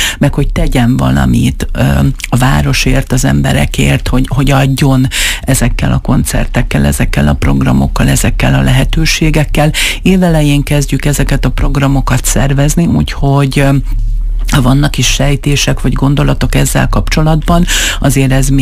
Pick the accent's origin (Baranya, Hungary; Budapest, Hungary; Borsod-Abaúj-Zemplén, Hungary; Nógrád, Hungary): Borsod-Abaúj-Zemplén, Hungary; Miskolc; akit miskolciként azt gondolom, hogy Miskolc díszpolgára